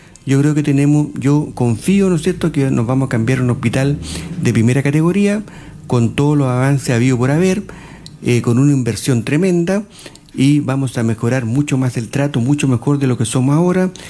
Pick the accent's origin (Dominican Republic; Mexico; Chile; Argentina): Chile; Santiago, Santiago Metropolitan Region; now in Cauquenes, Chile; Yo soy santiaguino